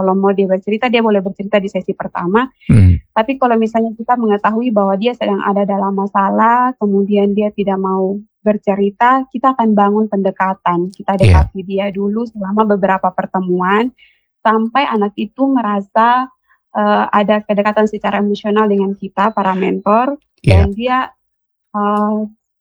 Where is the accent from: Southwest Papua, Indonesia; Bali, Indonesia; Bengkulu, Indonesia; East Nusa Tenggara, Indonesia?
East Nusa Tenggara, Indonesia; Kupang; accent: Kupang; ini pakai logat Kupang saya.